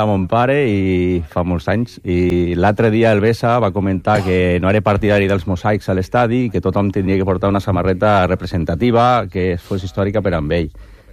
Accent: Aragon, Spain; Del Torricó, de la província de Huesca.

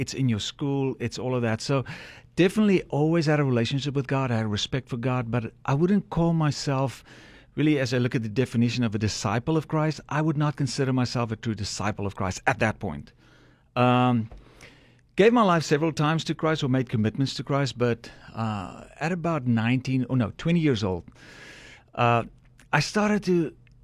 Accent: Kirkwood, Eastern Cape, South Africa; yeah, South Africa. So I grew up in South Africa in a small town called Kirkwood. It's about an hour away from Port Elizabeth.

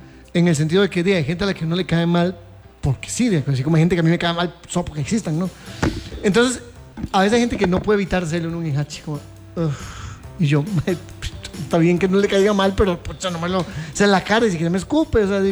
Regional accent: Costa Rica; Cuando le dije que soy de Costa Rica, me dijo, ah, pura vida, tico.

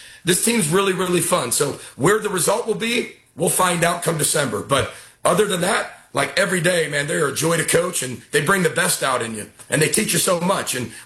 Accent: Midwest, United States; born or raised there

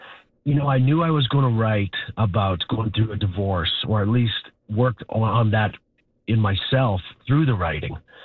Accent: Carlisle, Saskatchewan, Canada; I was raised in Carlisle, Saskatchewan.

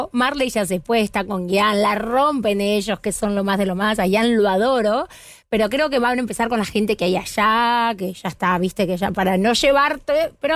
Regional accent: Argentina; Sí, soy argentina.

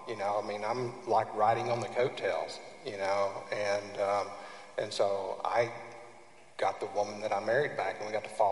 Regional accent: Oklahoma, United States

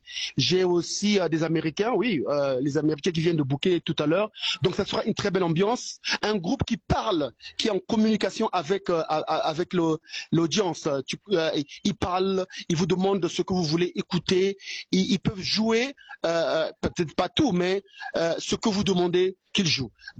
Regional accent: Brazzaville, Republic of the Congo; Ben, Bertrand, moi je viens du Congo-Brazzaville. Comme je disais tout à l'heure, quand la connexion n'était pas bonne, chez nous, à Brazza

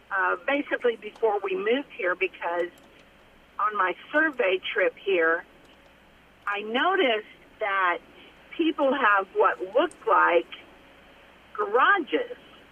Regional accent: Texas, United States; I was raised in Texas

